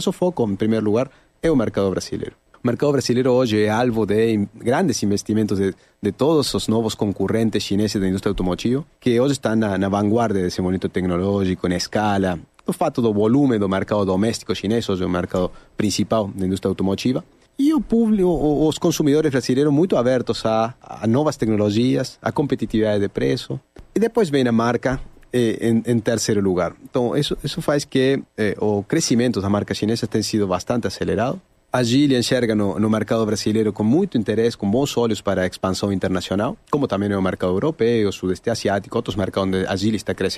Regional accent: Argentina; argentino. Pior ainda.

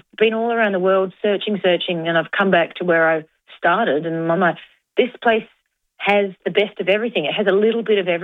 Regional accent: Adelaide, South Australia, Australia; And when I tell people that I'm from Adelaide, they go, oh, wow, unreal. And, you know, they didn't used to say that in the 90s.

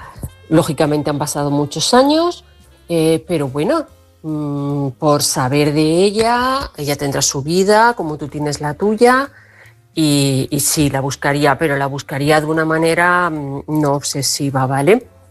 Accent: Barcelona, Catalonia, Spain; born there; now in Toledo, Spain; aunque yo vivo en Toledo, pero yo nací en Barcelona de padres extremeños. Ellos se fueron a Barcelona a trabajar

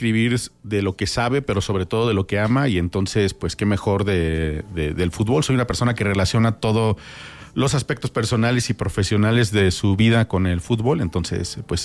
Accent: Querétaro, Mexico; soy de aquí de Querétaro.

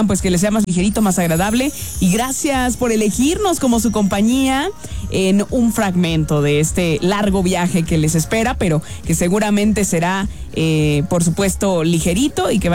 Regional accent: Saltillo, Coahuila, Mexico; Hola, buenas noches, somos de Saltillo, venimos a dejarles un buen corte de carne por acá a los operadores de una importante empresa, ya vamos de salida.

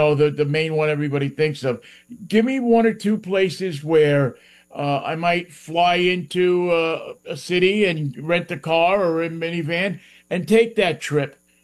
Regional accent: New York, United States; obviously I'm from New York, so I'm a little partial to some of these places. I remember when I was a kid going up to the Finger Lakes and tooling around some of these roads

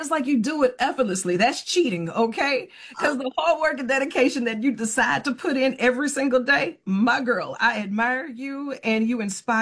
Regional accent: Louisiana, United States; Louisiana. Deep down south.

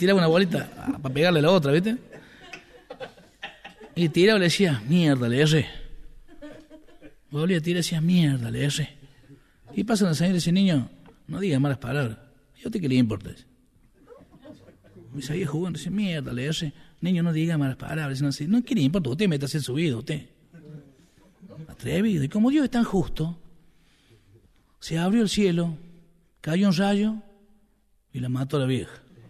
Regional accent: San Francisco, Argentina; Yo soy de San Francisco, ¿no? No California, acá.

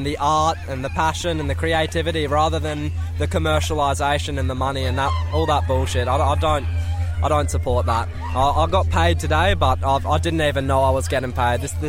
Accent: Bellingen, New South Wales, Australia; growing up in Bellow, this is the essence of Bellingen

